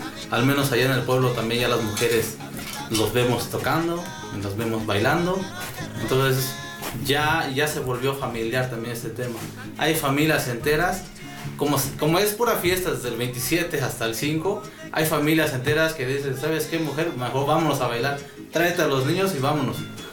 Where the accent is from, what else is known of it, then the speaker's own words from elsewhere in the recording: Mexico; todos como mexicanos, porque todos tenemos tradiciones.